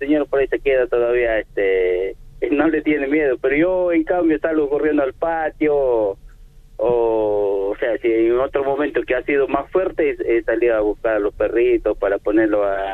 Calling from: Las Heras, Mendoza, Argentina; Yo le estoy llamando acá de Las Heras.

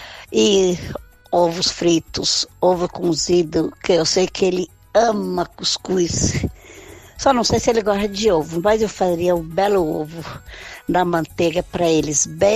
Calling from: Brazil; sou aqui da Vila Formosa.

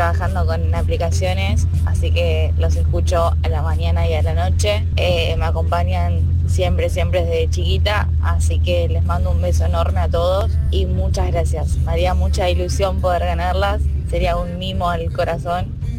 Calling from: Quilmes, Buenos Aires Province, Argentina; de Quilmes.

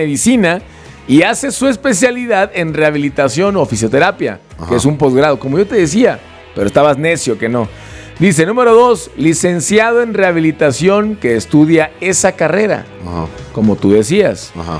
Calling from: Mexico City, Mexico; Bueno, buen día, amigos del arranque. … de la Ciudad de México.

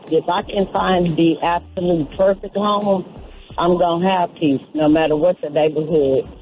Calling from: Houston, Texas, United States; I'm calling from Houston, Texas.

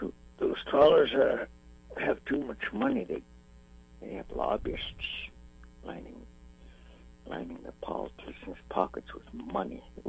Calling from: Kasigluk, Alaska, United States; I'm calling from Kasiguk

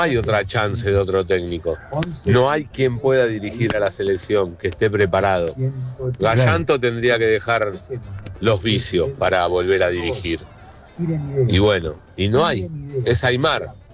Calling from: Claypole, Buenos Aires Province, Argentina; Vivo en Claypole.

